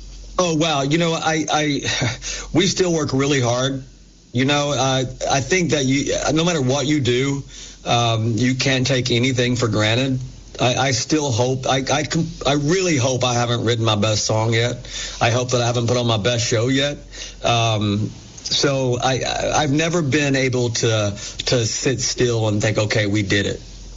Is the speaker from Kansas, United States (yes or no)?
no; Knoxville, Tennessee, United States; born or raised there